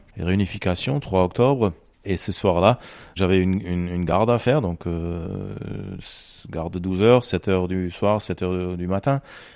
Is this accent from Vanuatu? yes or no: no; Germany; French is a second language; Bah comme on habite pas loin de Berlin, en tant que bon allemand